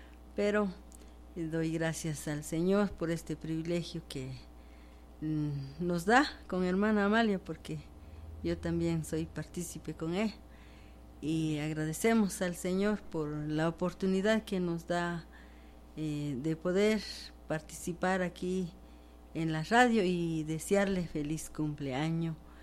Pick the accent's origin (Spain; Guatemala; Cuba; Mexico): Guatemala; Patzicía, Chimaltenango; yo soy de Patzicía.